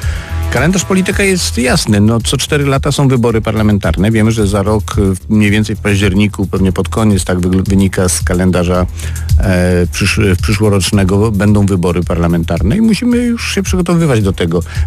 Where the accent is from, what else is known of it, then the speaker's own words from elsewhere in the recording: Świętokrzyskie Voivodeship, Poland; Ja pochodzę ze Świętokrzyskiego, po sąsiedzku, też niedużego miasta